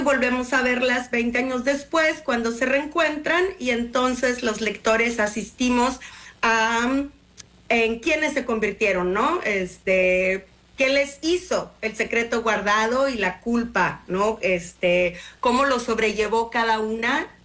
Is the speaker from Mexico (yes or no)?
yes; Mexico; es una locura que soy la quinta mexicana en ganarlo, ¿no? Y la segunda mujer mexicana después de Lenita Poniatowska